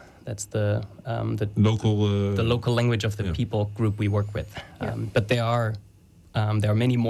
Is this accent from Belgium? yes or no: no; Germany; Dutch is a second language; ik kom uit Duitsland. En mijn Nederlands is niet heel goed. That's why I prefer to speak English or German.